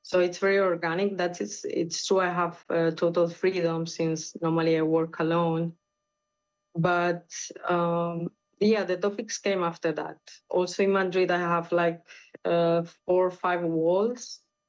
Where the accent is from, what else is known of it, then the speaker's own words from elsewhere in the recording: Sudan; English is a second language; it's not that I'm not only from Sudan, so maybe I don't understand or I was not there.